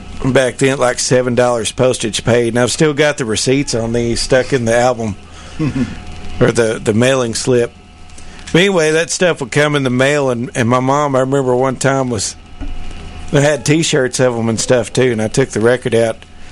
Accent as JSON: {"language": "English", "town": "Russellville", "country": "United States", "tie": "born or raised there", "said": "growing up in Russellville"}